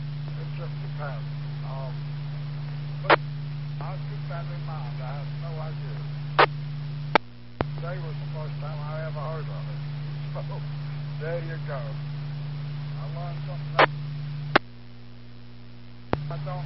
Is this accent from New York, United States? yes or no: yes; Northport, New York, United States; Okay, well, I'm from Northport, and I lived a mile away from the VA there. I've never been to the VA in Northport. I think maybe once I have, but, I'm from New York